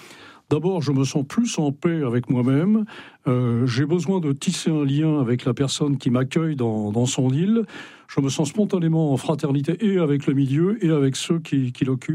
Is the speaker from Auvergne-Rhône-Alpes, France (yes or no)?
no; Brittany, France; la Bérilduth, qui est le village de mon enfance dans le Finistère Nord.